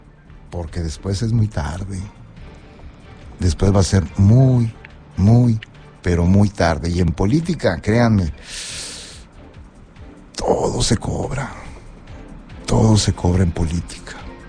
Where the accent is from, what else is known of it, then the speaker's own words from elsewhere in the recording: Mexico; Soy mexicano, me puedo desplazar tranquilamente.